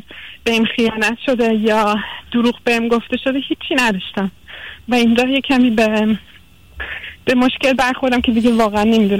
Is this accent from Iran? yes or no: yes; Iran; moved away; نه من ایرانی هستم ولی خب خیلی سال از ایران دورم بخاطر همین کمی لهجه‌ام به همه خب کشور بخاطر